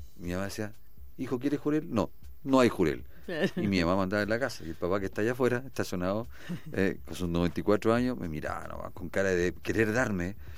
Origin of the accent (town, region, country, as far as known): Chile